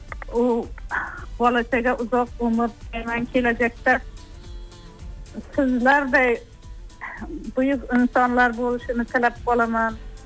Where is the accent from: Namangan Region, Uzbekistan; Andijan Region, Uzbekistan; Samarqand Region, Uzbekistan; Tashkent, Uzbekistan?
Samarqand Region, Uzbekistan; Samarkand; Men Samarqanddanman-da.